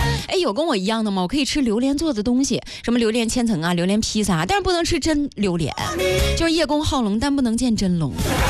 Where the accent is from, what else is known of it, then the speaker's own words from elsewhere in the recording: Shijiazhuang, Hebei, China; 确实我是石家庄的。